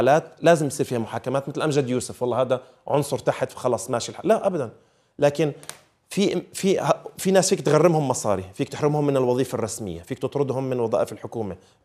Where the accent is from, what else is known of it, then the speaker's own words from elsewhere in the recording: Syria; وحقيقة كسوريين عشنا بسوريا وبنعرف سوريا وحبسنا